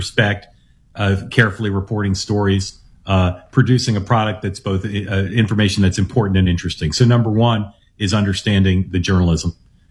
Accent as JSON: {"language": "English", "town": "Washington", "region": "District of Columbia", "country": "United States", "tie": "born or raised there", "lives_now": "Manhattan, United States", "said": "I made references earlier when I started talking about growing up in the D.C. area. I grew up in Washington. I've lived in Manhattan almost my entire adult life"}